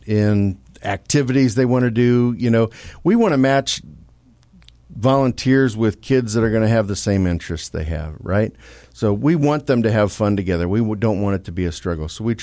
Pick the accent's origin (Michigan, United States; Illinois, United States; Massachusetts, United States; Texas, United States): Illinois, United States; Germantown; I was born and raised in Germantown, Illinois. I went to Breeze Modern Day High School.